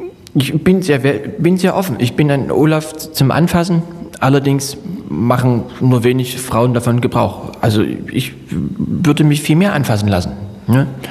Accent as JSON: {"language": "German", "region": "Saxony", "country": "Germany", "tie": "born there", "lives_now": "Dresden, Germany", "said": "Ich bin ja im Vogtland geboren, ich bin gerne dort geboren, was nicht heißt, dass ich dort begraben sein möchte."}